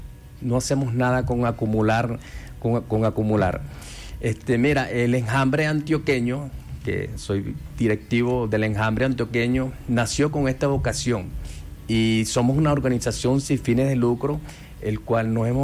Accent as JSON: {"language": "Spanish", "country": "Venezuela", "moved": "yes", "lives_now": "Guarne, Colombia", "said": "es una manera de uno sobrevivir aquí en Colombia hasta que llegue el momento de retornar a mi tierra llamada querida Venezuela."}